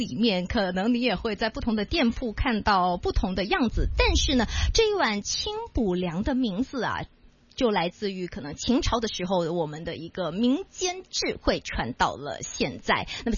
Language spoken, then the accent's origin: Chinese; Hong Kong; 我们香港人广东人最爱的一款东西，